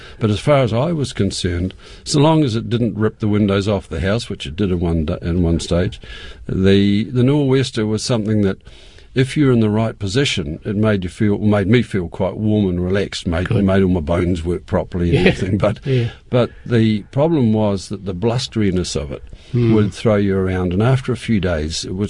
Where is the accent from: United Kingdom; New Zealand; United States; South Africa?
New Zealand; Roxburgh, Otago; now in Christchurch, New Zealand; In other words, when I was brought up in Roxburgh, I had the old man range. That was my environmental area.